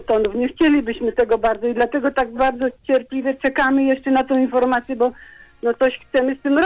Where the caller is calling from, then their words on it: Lubin, Lower Silesian Voivodeship, Poland; dzwonię z Lubina.